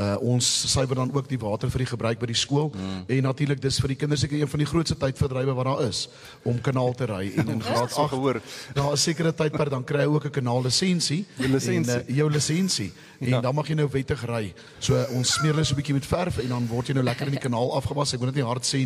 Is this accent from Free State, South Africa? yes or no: yes; Bloemfontein, Free State, South Africa; moved away as an adult; now in Jacobsdal, South Africa; Ek is van Bloemfontein daar, groot geword, studeer, alles van Bloemfontein